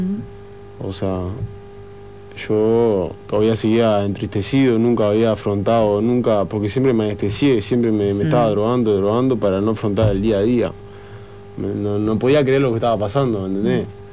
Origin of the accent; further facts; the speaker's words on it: Rocha, Uruguay; moved away; No, soy de Rocha yo.